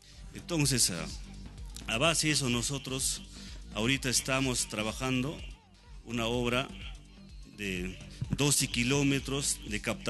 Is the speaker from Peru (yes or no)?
yes; Colcabamba, Peru; crecido en mi caserío de Colcabamba, yo he nacido en ese lugar donde no hay agua. Yo, muy joven, salí de Colcabamba al taller Don Bosco.